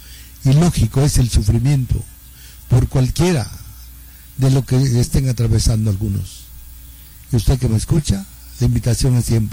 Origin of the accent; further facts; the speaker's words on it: San Pablo Huixtepec, Oaxaca, Mexico; mi gente bella de acá de San Pablo, Huixtepec, Cholo, mi pueblo.